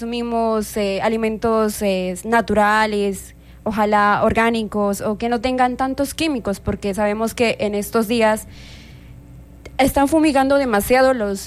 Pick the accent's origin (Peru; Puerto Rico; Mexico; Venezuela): Peru; moved away; Yo por eso como peruana conocí de esta fundación en mi país